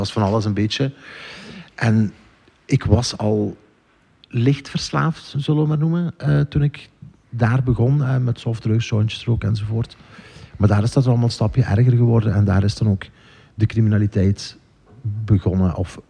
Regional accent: Tongeren, Flanders, Belgium; ik ben opgegroeid in Tongeren

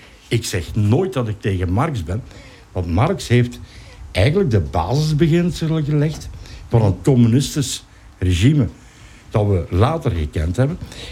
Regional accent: Belgium

